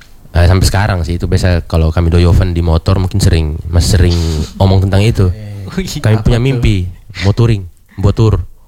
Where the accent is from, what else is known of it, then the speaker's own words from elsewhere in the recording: Maumere, East Nusa Tenggara, Indonesia; ada bahasa daerah dari tempat asal saya, dari Momere.